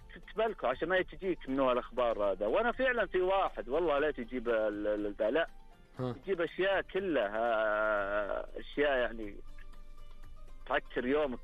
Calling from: Unaizah, Al-Qassim, Saudi Arabia

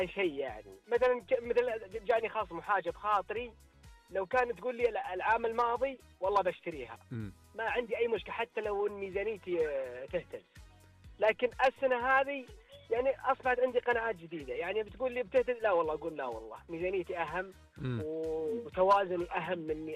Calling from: Eastern Province, Saudi Arabia; من الشرقية.

